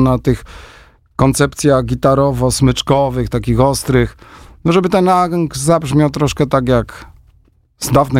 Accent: Świętokrzyskie Voivodeship, Poland; My jesteśmy z Gór Świętokrzyskich. W tej chwili w zasadzie można powiedzieć, że to jest zespół właśnie taki krakowsko-świętokrzyski, bo nie wszyscy mieszkamy bezpośrednio w mieście Kielce.

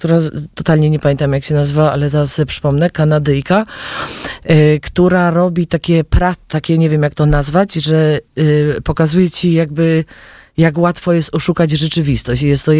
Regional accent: Lesser Poland, Poland; born there; now in Podlaskie, Poland; Przecież ja jestem góralką. Potem mi to mija, bardziej się identyfikuję jako podlasianka chyba już teraz

